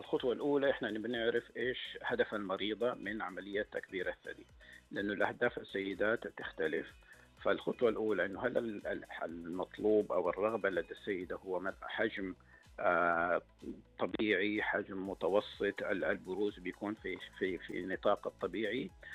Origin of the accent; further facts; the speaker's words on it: Saudi Arabia; هي أحد العمليات يمكن الأكثر شيوعا سواء عندنا في السعودية حقيقة أو حتى عالميا